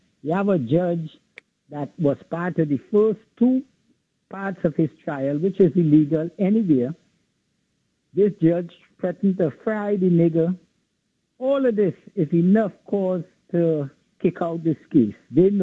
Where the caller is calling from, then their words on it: New York City, New York, United States; calling in from Brooklyn.